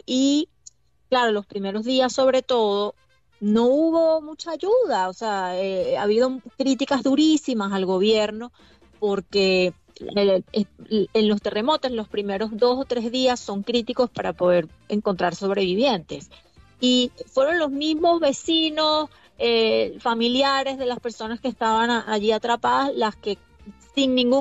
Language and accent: Spanish; Caracas, Capital District, Venezuela; now in Boston area, United States; Yo crecí en Caracas y La Guaira, que fue la zona más afectada, es un lugar donde los caraqueños vamos para un día de playa